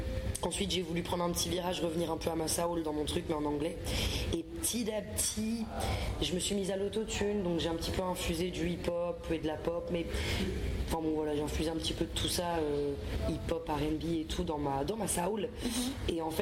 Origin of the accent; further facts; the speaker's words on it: France; je suis un projet francophone, je suis française.